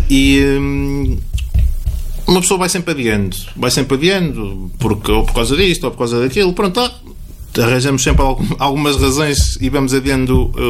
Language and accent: Portuguese; Vozela, Viseu, Portugal; Já não moro em Vozela, é verdade, mas estive em Vozela 30 anos. Cresci em Vozela, tenho os meus amigos em Vozela, tenho a família em Vozela.